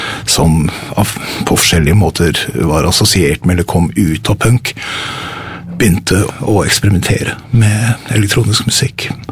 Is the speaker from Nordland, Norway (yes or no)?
yes; Bodø, Nordland, Norway; jeg er født og oppvokst i Frelsesarmeen i Nord-Norge.